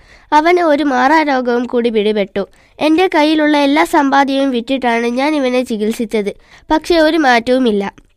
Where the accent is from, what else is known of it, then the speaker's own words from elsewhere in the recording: Eengappuzha, Kerala, India; Eengapuzha.